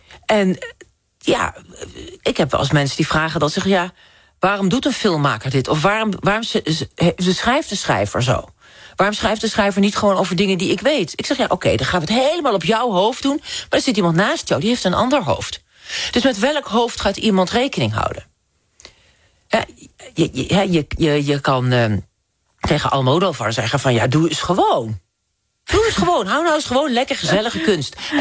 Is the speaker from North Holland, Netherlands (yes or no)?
no; Drenthe, Netherlands; ik kom uit Drenthe, dus daar waren ook de paardenmarkten en de veemarkten en dat soort dingen.